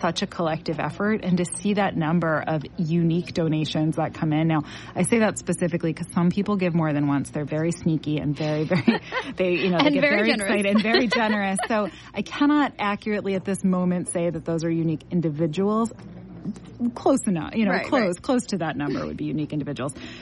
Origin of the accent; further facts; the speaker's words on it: New York, United States; I am from the Capital Region, born and raised. I lived down in New York City for quite a while and moved back